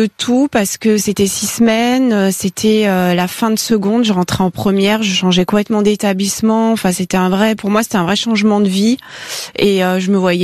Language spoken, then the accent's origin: French; Lyon, Auvergne-Rhône-Alpes, France; On allait au cinéma, on se baladait, on est lyonnais.